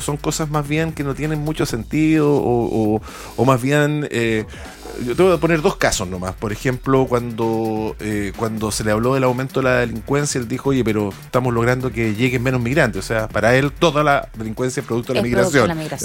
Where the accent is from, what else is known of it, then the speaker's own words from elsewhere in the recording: Coquimbo, Chile; esta es mi zona. Esta es mi tierra. Y todos me vieron, ¿por qué? Porque así es mi tierra. Pues así es la zona de los valles transversales, claro, de Coquimbo y La Serena.